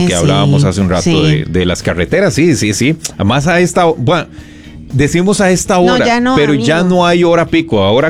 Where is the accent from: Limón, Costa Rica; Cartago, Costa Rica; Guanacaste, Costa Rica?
Cartago, Costa Rica; moved away as an adult; yo soy de vivía en Cartago desde que nací hasta los 32 años que me casé.